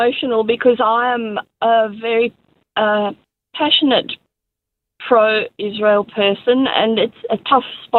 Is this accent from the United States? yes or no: no; South Africa; now in Bunbury, Australia; I'm originally from South Africa, I'm sure you can tell.